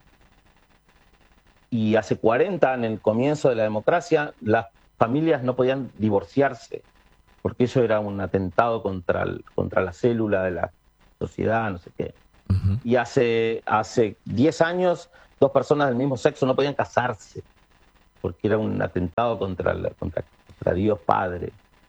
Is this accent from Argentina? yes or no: yes; Rosario, Santa Fe, Argentina; born there; Acá, bueno, en Buenos Aires, en los centros urbanos, en Rosario, en donde yo nací, una ciudad muy, muy progresista. Pero después, la Argentina es fundamentalmente católica.